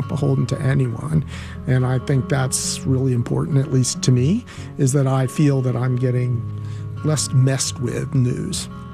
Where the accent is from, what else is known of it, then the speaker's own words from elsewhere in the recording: Winston-Salem, North Carolina, United States; I'm from Winston-Salem.